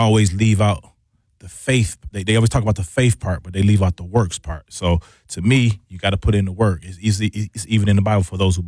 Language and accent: English; Milwaukee, Wisconsin, United States; Oh, man, I'm a brother from Milwaukee, man. I grew up right here in the city. Went to Rufus King High School is where I graduated from, man.